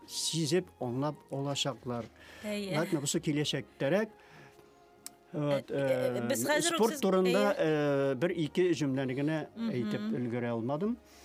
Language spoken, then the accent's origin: Tatar; Tatarstan, Russia; born there